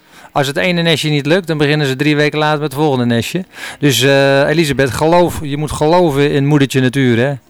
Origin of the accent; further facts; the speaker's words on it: Ermelo, Gelderland, Netherlands; Ik kom uit Ermelo.